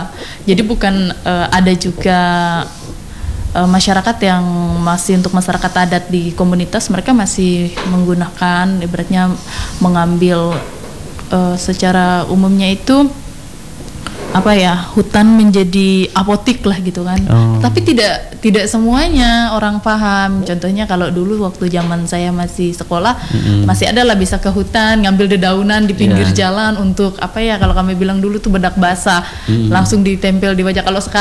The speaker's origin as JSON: {"language": "Indonesian", "region": "East Kalimantan", "country": "Indonesia", "said": "meskipun kita Dayak Benua ataupun Dayak Tunjung, kita lebih banyak menggunakan bahasa Indonesia untuk keseharian, jarang menggunakan bahasa daerah."}